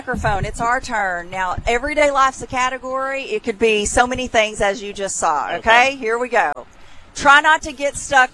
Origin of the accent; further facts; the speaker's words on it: Arkansas, United States; We are from Arkansas. We don't do that here.